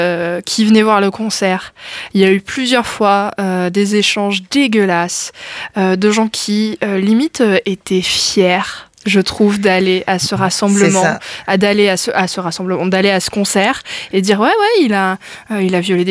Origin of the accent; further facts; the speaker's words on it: Hauts-de-France, France; je suis picarde.